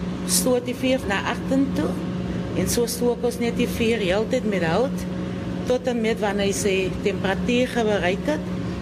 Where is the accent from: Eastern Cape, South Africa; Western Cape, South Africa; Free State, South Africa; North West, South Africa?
Western Cape, South Africa; Touws River; also born or lived in Liboneer; Ja, nee, ek is een plaasmeisie, ja. Ek is gebore op Liboneer en groot geraak in die Touwsrivier.